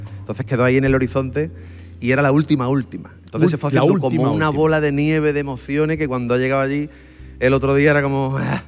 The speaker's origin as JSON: {"language": "Spanish", "town": "Isla Cristina", "region": "Andalusia", "country": "Spain", "tie": "born or raised there", "also_born_or_lived": "Mérida", "said": "Es que yo me he criado en Huelva, en Isla Cristina."}